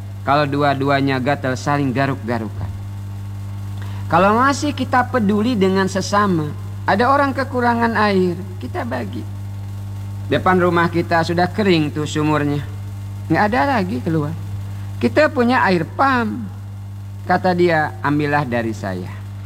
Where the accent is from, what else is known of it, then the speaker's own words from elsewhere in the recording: Bangka Belitung Islands, Indonesia; Kata kita orang Bangka, mane kenek, bukanku.